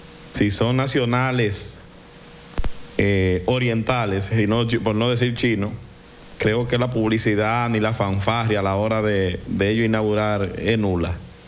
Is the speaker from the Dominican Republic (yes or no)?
yes; Dominican Republic